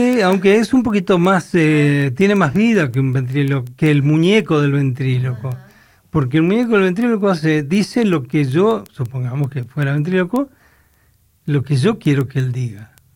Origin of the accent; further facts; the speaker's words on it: Caleta Olivia, Santa Cruz, Argentina; also born or lived in Comodoro Rivadavia, Argentina / Pico Truncado, Argentina; Nací en Comodoro y me crié en Caleta. Y Truncado porque trabajé varios años ahí, así que tengo parte de mi corazón también en ese lugar.